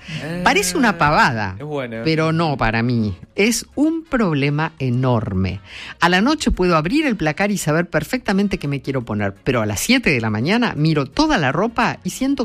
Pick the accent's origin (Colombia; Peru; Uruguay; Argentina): Argentina; Posadas, Misiones; Hola, encendido … de Posadas.